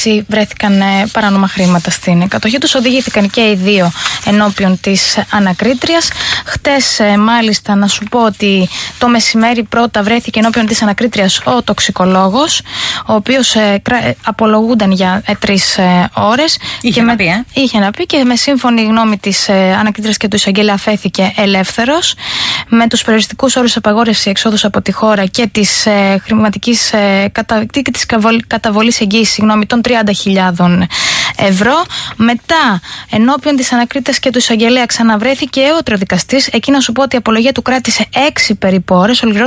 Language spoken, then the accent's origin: Greek; Spercheiada, Central Greece, Greece; Σπερχιάδα.